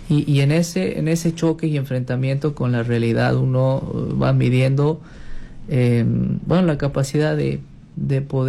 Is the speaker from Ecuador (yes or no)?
yes; Ambato, Tungurahua, Ecuador; Claro, yo vengo de Ecuador, específicamente de Ambato, la ciudad en donde ha nacido el compositor del himno nacional del Ecuador.